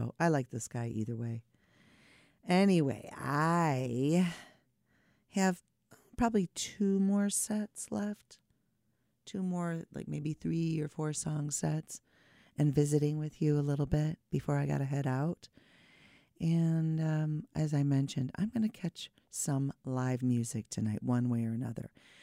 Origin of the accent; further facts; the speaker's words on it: Michigan, United States; moved away; also born or lived in Chicago; as a young child, with my living at home with my family, I grew up in Michigan.